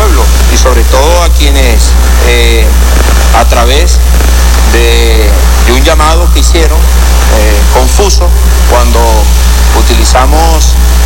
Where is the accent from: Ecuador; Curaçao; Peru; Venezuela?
Venezuela; Nosotros seguiremos demostrando como pueblo venezolano